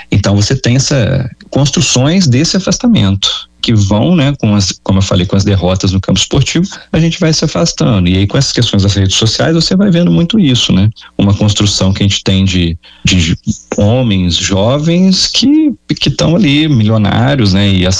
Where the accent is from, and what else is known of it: Juiz de Fora, Minas Gerais, Brazil